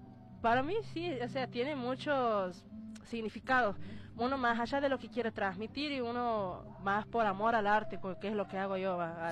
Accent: La Banda, Santiago del Estero, Argentina

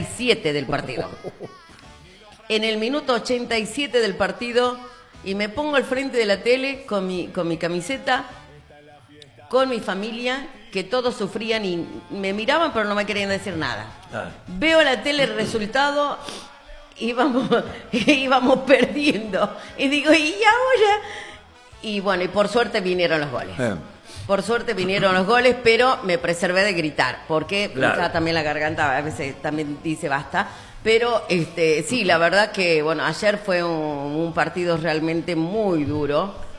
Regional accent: Argentina; Soy metemos argentino.

